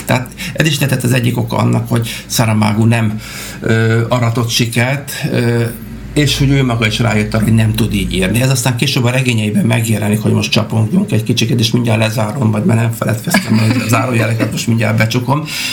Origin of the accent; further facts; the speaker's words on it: Hungary; Magyarországról vagyunk, egyetemről vagyunk, ismerjük